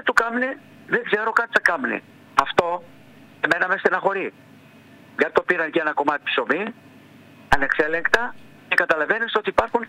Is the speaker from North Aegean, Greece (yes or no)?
yes; Samos, North Aegean, Greece; την ιδιαίτερη πατρίδα μου, τη Σάμο